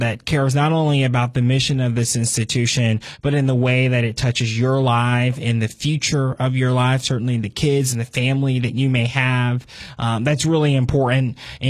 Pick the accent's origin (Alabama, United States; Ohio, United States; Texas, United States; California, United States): Ohio, United States; Cincinnati; now in Fort Mill, United States; From Cincinnati, Ohio, but now live on the border of Charlotte in Fort Mill, South Carolina